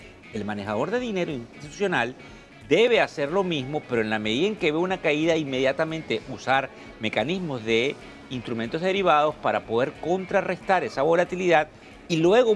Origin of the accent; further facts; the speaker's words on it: Venezuela; accent: Venezuelan; porque a veces no se comprende por la rapidez del lenguaje mío, porque mi acento es venezolano